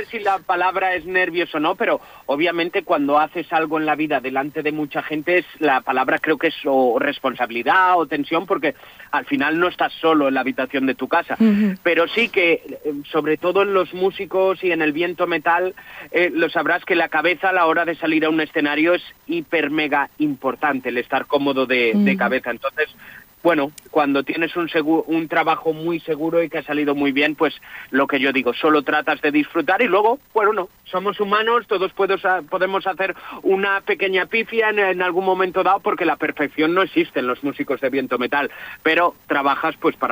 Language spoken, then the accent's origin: Spanish; Vigo, Galicia, Spain; Yo soy gallego, en Vigo